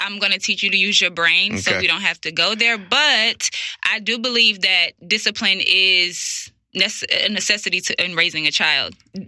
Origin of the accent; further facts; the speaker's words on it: Michigan, United States; I'm from Michigan.